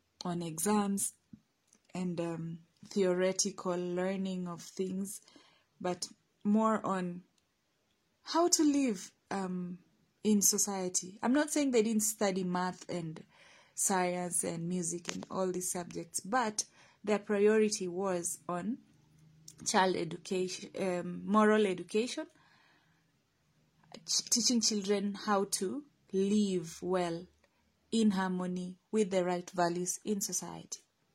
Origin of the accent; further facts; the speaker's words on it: Kenya; my home country, Kenya